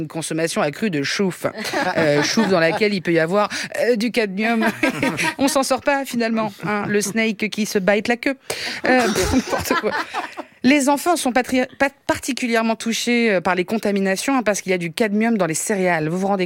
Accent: Italy

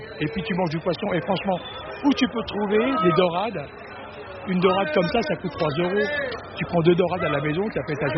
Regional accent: Algeria; je suis un Algérien.

